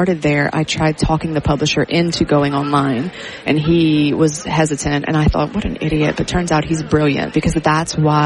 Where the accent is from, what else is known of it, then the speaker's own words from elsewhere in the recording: Ville Platte, Louisiana, United States; also born or lived in New Jersey; I grew up in Ville Platte.